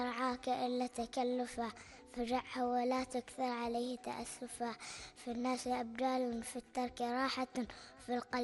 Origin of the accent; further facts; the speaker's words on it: Oman; لأنهم من بلدي عمان الحبيبة